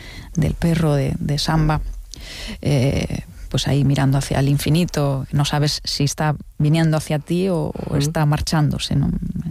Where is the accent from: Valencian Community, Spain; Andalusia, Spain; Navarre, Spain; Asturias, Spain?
Asturias, Spain; Tineo; Y la nieve, para mí es un paisaje de infancia, porque soy de Tineo, en el occidente asturiano